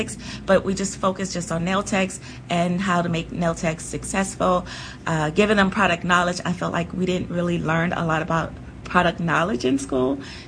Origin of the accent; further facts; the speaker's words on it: Louisiana, United States; also born or lived in Texas / New York; now in Kansas City, United States; I'm originally from Louisiana. If you're from Louisiana, you bounce back and forth from Texas to Louisiana. From Texas, I moved to New York. In New York, I lived there for about 12 years, and then that's where we found our way here to Kansas City.